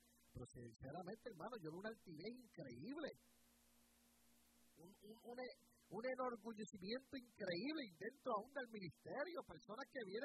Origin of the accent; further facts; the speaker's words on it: Bronx, New York, United States; born there; Se lo digo yo que nací aquí en el Bronx.